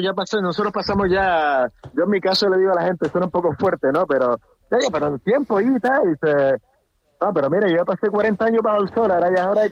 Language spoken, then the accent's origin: Spanish; Telde, Canary Islands, Spain; moved away as an adult; now in Berlin, Germany; Yo en Las Palmas, soy de Gran Canaria, del municipio de Telde, del barrio de La Pardilla.